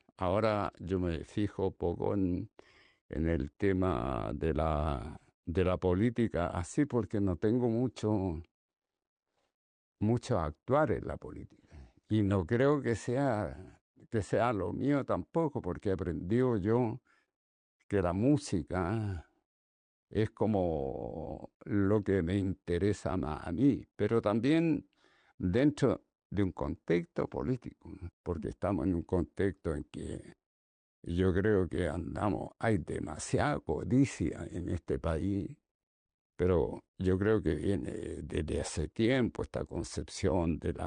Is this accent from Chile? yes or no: yes; Chile; porque en Chile yo me doy cuenta que siempre estamos experimentando.